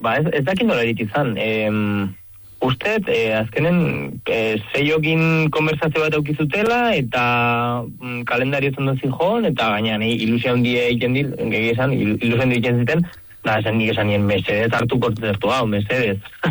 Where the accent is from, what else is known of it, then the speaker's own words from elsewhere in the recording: Lazkao, Basque Country, Spain; moved away as an adult; now in Barcelona, Spain; Lazkautarra.